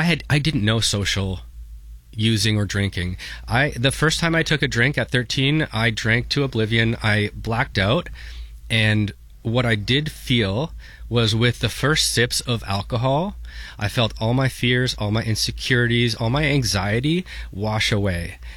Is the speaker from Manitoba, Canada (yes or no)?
no; St. Catharines, Ontario, Canada; I grew up in St. Catharines. I was a small kid, smaller than the rest of the kids.